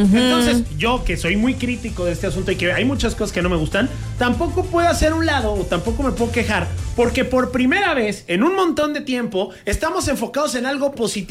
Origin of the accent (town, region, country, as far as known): Mexico